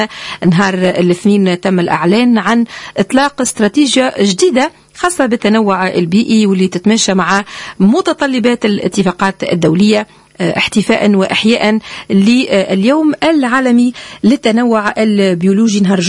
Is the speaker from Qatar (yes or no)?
no; Tunisia